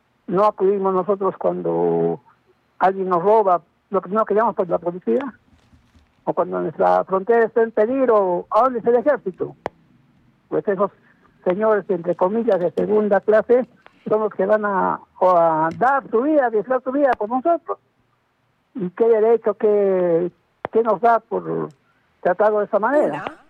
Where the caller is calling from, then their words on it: Peru; todos somos peruanos, hemos nacido en ese territorio